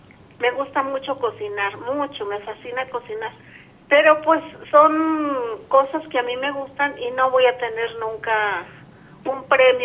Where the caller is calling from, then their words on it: San Pedro Piedra Gorda, Zacatecas, Mexico; de San Pedro Piedra Gorda, pero vivo en Zacatecas.